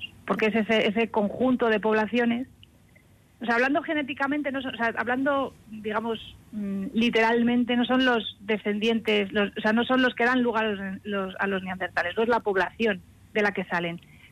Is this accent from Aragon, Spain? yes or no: no; Aranjuez, Community of Madrid, Spain; yo es que soy de Aranjuez